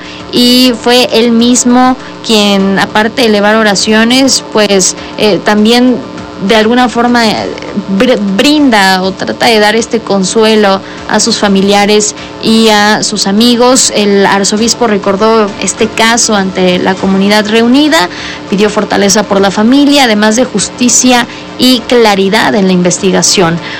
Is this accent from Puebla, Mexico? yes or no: yes; Puebla, Mexico; al menos como poblanos, como mexicanos